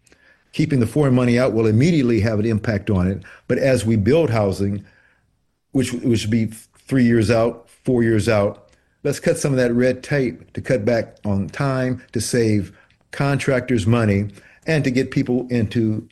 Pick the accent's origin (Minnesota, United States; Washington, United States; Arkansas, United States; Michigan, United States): Michigan, United States; Detroit; now in California, United States; growing up in Detroit